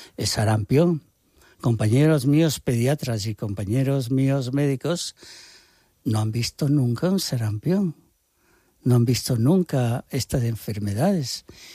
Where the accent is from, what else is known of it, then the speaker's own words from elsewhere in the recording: Ecuador; moved away; yo soy ecuatoriano. Y entonces he conocido todo este mundo desde pequeño.